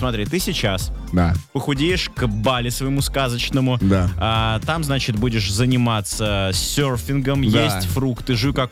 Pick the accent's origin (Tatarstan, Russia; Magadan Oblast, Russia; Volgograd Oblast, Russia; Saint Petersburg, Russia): Magadan Oblast, Russia; Magadan; А я из Магадана, я не видел.